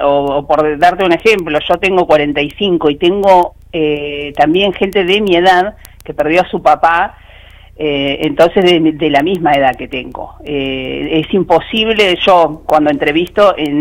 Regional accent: Argentina; now in Río Turbio, Argentina; viste lo que somos los argentinos.

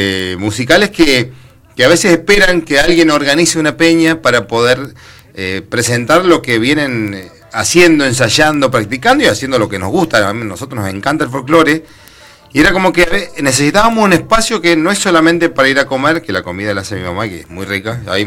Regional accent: Santiago del Estero, Argentina; moved away; que somos todos de Santiago del Estero, por lo menos mi familia toda de Santiago del Estero.

